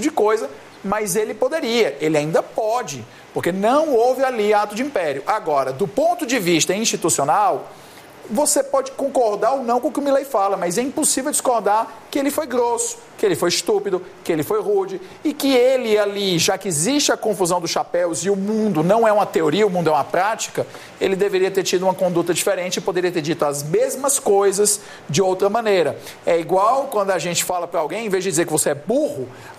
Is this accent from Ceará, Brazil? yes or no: yes; Ceará, Brazil; É que na minha terra diz assim, colocou um foguete para mim. É. Ah, no Ceará a gente fala assim, colocou um foguete para mim.